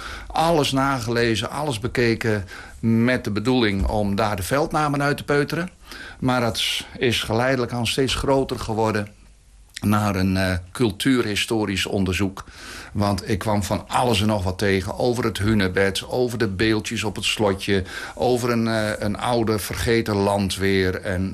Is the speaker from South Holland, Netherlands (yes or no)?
no; Overijssel, Netherlands; Nou, ik heb mijn roots eigenlijk een beetje liggen in de Weerribbe.